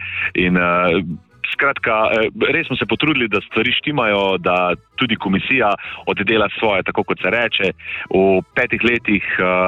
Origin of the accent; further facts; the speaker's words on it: Topolščica, Savinja, Slovenia; born there; now in Šmartno ob Paki, Slovenia; v, bom rekel, mojem rojstnem kraju, v Topolščici. In že prej, leta in leta nazaj, sem si želel eno tako tekmovanje prepeljati v moj kraj. Čeprav tam ne živim, živim zdaj v Šmartnem ob Paki, ampak vseeno, tam so moje korenine.